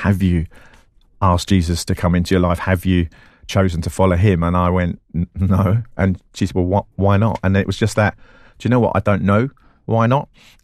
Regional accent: Southend-on-Sea, East of England, United Kingdom; also born or lived in Walthamstow, London; we moved out into Essex kind of after that. And I grew up, my sort of memorable childhood, if you like, what I can remember, was in Southend-on-Sea in Essex. And that's a real cool, fun place to kind of grow up.

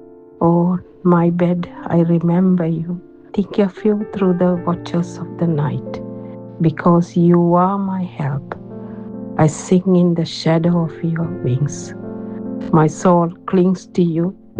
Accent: Wembley, London, United Kingdom; I am from Wembley.

